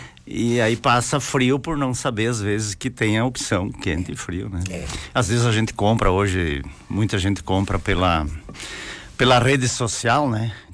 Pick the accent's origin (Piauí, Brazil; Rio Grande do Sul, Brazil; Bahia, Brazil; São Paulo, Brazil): Rio Grande do Sul, Brazil; Esse é o nosso frio gaúcho aqui